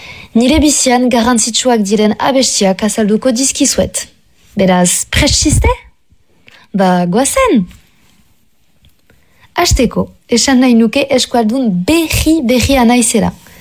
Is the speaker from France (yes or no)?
yes; Ustaritz, Nouvelle-Aquitaine, France; Basque is a second language; ipare Euskal Herriko artista. Ustaritzekoa naiz, eta hogeita sortzi urte ditut.